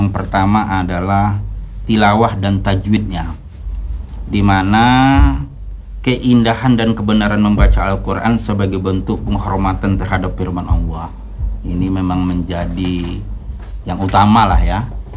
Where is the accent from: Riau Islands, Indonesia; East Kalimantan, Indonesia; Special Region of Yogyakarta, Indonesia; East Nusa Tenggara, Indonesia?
Riau Islands, Indonesia; kita sebagai anak Melayu, orang Melayu di Provinsi Kepulauan Riau